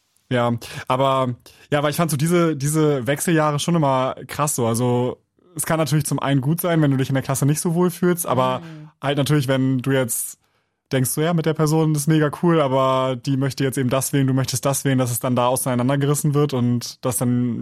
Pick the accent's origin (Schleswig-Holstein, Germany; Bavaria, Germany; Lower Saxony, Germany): Schleswig-Holstein, Germany; Nee, also weil ich bin ja in Schleswig-Holstein zur Schule gegangen und ich hatte 4 Jahre Grundschule